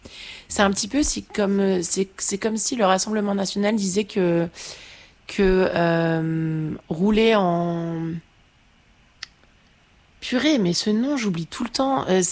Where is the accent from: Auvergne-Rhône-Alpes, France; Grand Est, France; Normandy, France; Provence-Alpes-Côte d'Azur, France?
Normandy, France; Caen; C'est que moi je viens de Caen en fait.